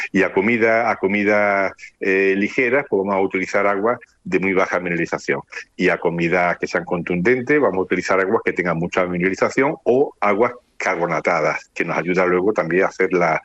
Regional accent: La Puebla de los Infantes, Andalusia, Spain; un pueblo que es único, y no porque sea mi pueblo, donde yo nací, pero es un pueblo único porque, mira, se encuentra en la entrada en la puerta de la entrada a Sierra Morena, rodeado de olivos.

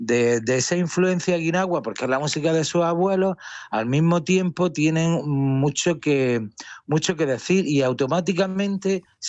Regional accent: Granada, Andalusia, Spain

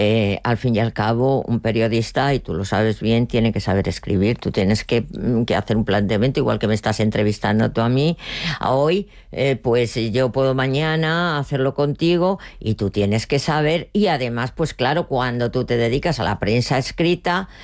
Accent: Spain; yo, como española y cocina tradicional española, pues bueno, pues lo planteo.

